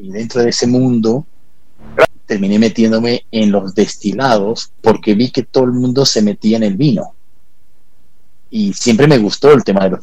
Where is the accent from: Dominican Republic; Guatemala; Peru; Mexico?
Peru; also born or lived in England / Ecuador / Colombia; Yo soy inglés de nacimiento.